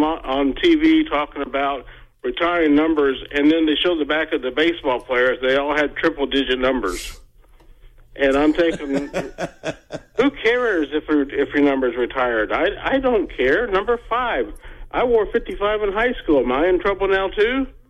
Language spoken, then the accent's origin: English; Mackey, Indiana, United States; now in Evansville, United States; Well, I'm originally from Mackey. I live in Evansville.